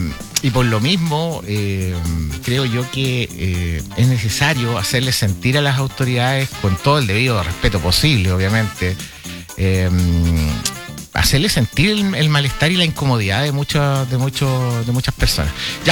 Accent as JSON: {"language": "Spanish", "country": "Chile", "said": "como chileno, como gente de la región"}